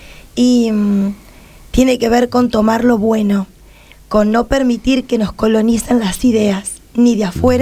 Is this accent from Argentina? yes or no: yes; Argentina; Yo soy tan argentina como ustedes